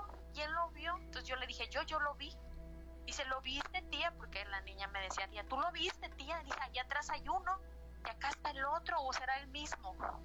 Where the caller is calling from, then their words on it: Acapulco, Guerrero, Mexico; de Acapulco.